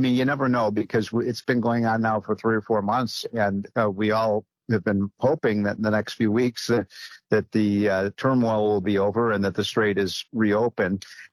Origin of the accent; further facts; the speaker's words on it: Chicago, Illinois, United States; I'm from Chicago.